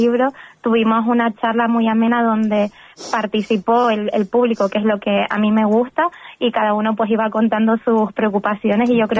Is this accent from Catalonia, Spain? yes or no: no; Tenerife, Canary Islands, Spain; yo soy de Tenerife, pero Lanzarote para mí es mi segunda casa. Tengo raíces de ahí, mi abuela es de tía, luego pues más familia por repartida por todo Lanzarote.